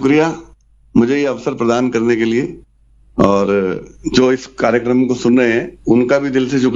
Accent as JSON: {"language": "Hindi", "town": "Saharanpur", "region": "Uttar Pradesh", "country": "India", "moved": "yes", "lives_now": "Nagpur, India", "said": "मैं basically Saharanpur UP से belong करता हूँ, बट चूंकि सरकारी नौकरी है तो ट्रांसफर्स होते रहते हैं, तो फिलहाल मेरा जो रेजिडेंस है वो फिलहाल मैं नागपुर महाराष्ट्र में रहता हूँ"}